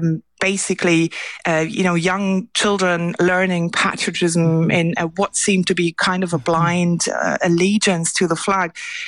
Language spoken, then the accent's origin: English; Germany; English is a second language; my home country, Germany, the spirit there is certainly quite different.